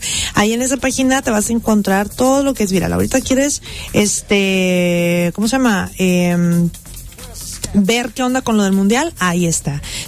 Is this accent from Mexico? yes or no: yes; Mexico; Gana México y todos somos mexicanos.